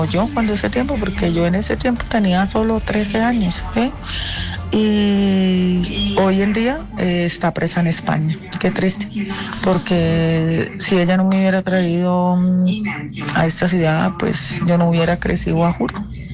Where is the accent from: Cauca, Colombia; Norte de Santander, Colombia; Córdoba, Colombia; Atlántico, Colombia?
Norte de Santander, Colombia; me pudo llevar para mi pueblo, que es del norte de Santander.